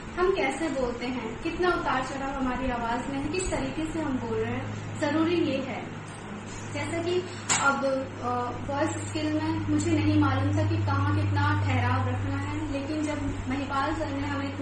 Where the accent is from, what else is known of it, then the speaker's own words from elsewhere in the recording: Delhi, India; और मैं दिल्ली से हूँ।